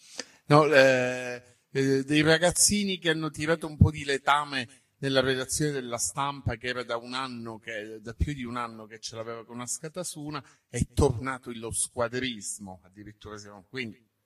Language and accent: Italian; Sicily, Italy; da siciliano lo rivendico con orgoglio